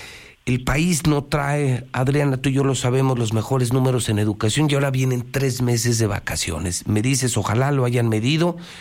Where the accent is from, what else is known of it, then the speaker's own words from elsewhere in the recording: Mexico; now in Aguascalientes, Mexico; ni como mexicano, ni como periodista, ni como empresario